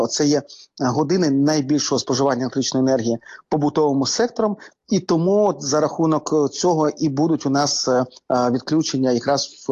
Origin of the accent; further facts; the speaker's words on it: Kharkiv, Kharkiv Oblast, Ukraine; в моєму рідному Харкові